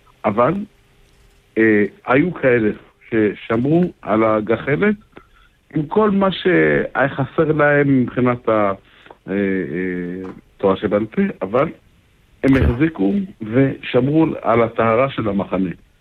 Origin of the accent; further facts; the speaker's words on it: Kfar Chabad, Central District, Israel; אני גדלתי בחב"ד.